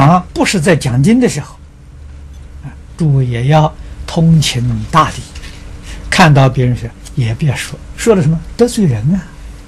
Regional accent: China; 这一点我们中国人不如外国人啊！

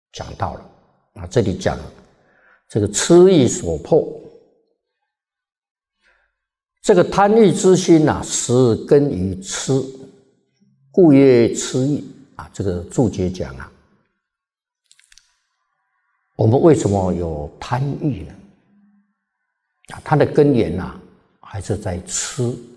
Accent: China; 所以我们中国这些成语谚语都充满了智慧，啊，所以身为中国人啊，是很有福报的

